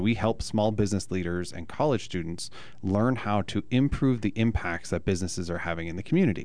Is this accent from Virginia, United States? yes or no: no; Massachusetts, United States; also born or lived in Texas; now in Prescott, United States; I was born in Texas, but raised in Massachusetts, so I grew up there. But I've been in Arizona for 24 years now, 4 years here in Prescott.